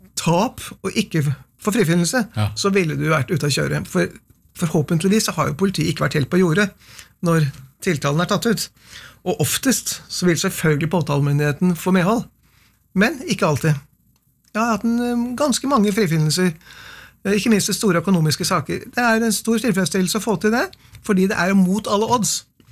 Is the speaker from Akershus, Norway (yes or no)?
yes; Kløfta, Akershus, Norway; Nei, altså, jeg var jo født og oppvokst på Kløfta, hvor faren min var tannlege.